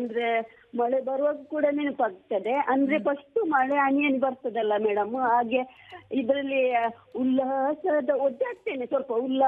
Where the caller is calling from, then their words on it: Ujire, Karnataka, India; ಉಜಿರೆಯಿಂದ ಸ್ವಲ್ಪ ಬಾಲಿಂಜ ನಿಮಿಕಲ್ಲು ಈ ಕಡೆ ಬರ್ತದೆ, ಪೇಟೆಯಿಂದ.